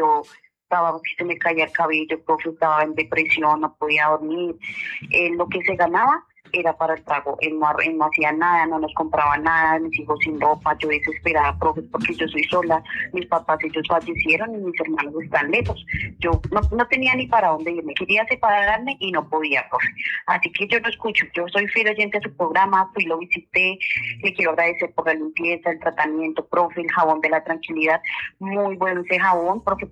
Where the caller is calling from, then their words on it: Muzo, Boyacá, Colombia; Desde una vereda por acá en Muso, Boyacá